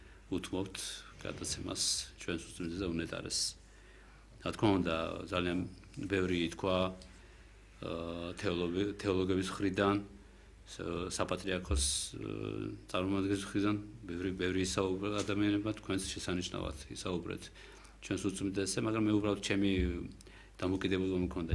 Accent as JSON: {"language": "Georgian", "region": "Tbilisi", "country": "Georgia", "tie": "born or raised there", "said": "მე დავიბადე, გავიზარდე მეიდანში, მეიდნელი ვარ მე და უბრალოდ იმ ძველ თბილისში, სადაც იმ 100 მეტრის რადიუსში, სადაც მე ცხოვრობდი"}